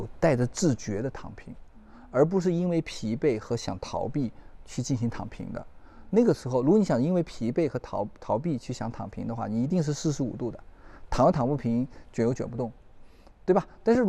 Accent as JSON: {"language": "Chinese", "country": "China", "said": "我们中国人"}